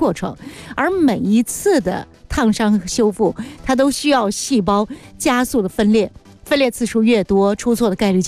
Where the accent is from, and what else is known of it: China